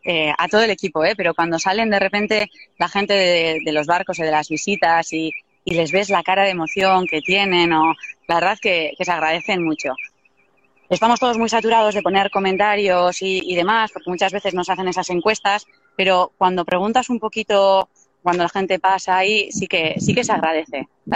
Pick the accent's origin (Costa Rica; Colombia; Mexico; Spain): Spain; Deba, Basque Country; born there